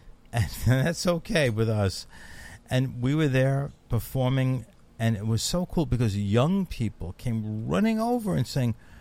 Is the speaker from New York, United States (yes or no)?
yes; New York City, New York, United States; when I was a kid, growing up in Brooklyn